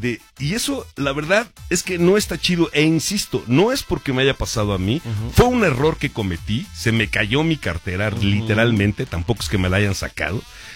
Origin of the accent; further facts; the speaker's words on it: Mexico; somos los mexicanos